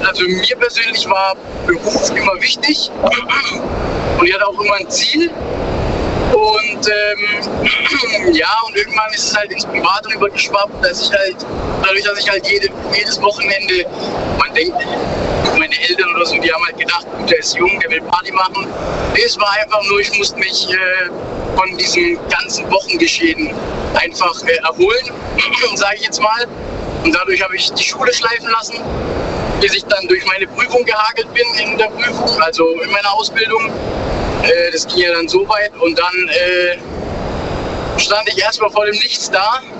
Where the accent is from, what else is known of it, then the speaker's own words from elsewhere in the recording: Baden-Württemberg, Germany; ich komme aus der Nähe von Pforzheim, Karlsruhe, da die Gegend.